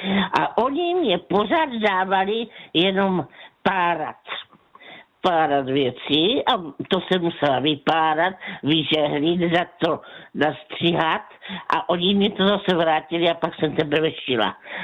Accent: Tišnov, South Moravian Region, Czechia; tak tam se u nás v Tišnově otvírala nová školka.

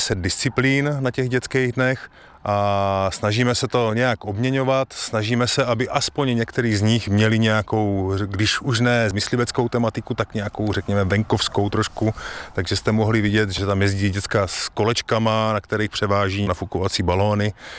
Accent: Litovel, Olomouc Region, Czechia; born there

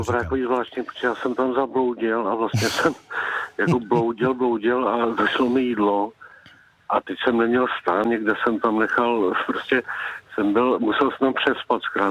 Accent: Moravia, Czechia; my jsme původně z Moravy, jako.

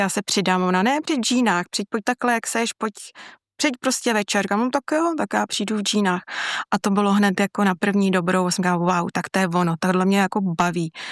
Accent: Bohemia, Czechia; protože u nás v Čechách by to třeba šlo, nebo bylo normální

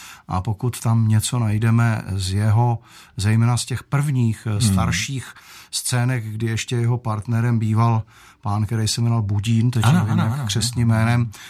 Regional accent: Prague, Czechia; já jako Pražák jsem nikdy na koleji nebydlel

